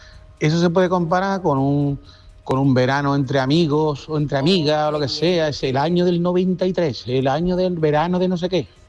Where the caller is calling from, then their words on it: La Algaba, Andalusia, Spain; de Algaba